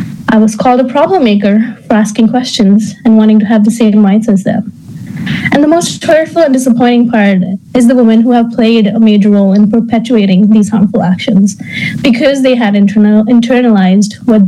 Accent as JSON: {"language": "English", "country": "India", "tie": "born or raised there", "said": "India. As a country, India has progressed in many ways. I've seen the shift in mentality in women in my hometown."}